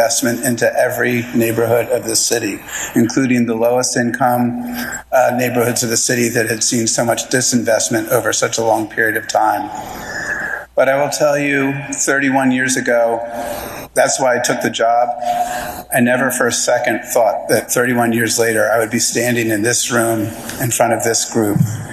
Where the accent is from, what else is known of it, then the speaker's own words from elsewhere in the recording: Philadelphia, Pennsylvania, United States; I'm born and raised in Philadelphia